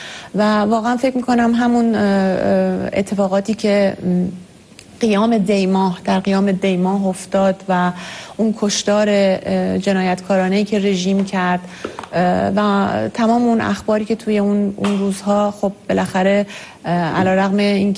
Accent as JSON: {"language": "Persian", "country": "Iran", "moved": "yes", "said": "خب متوجه میشن ما ایرانی هستیم"}